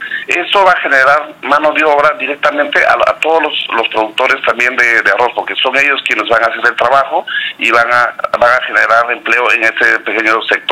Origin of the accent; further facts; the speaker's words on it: Peru; Somos peruanos